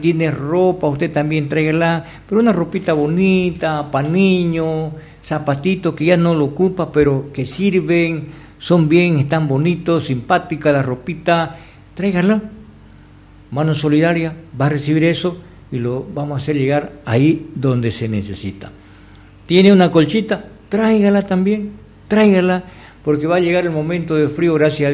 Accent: Trinidad, Beni, Bolivia; Esos somos los trinitarios, esos somos los venianos, esos somos los bolivianos.

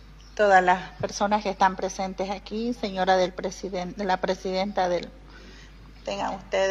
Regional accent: Beni, Bolivia; soy presidenta del Comité Cívico del Carmen de Litene.

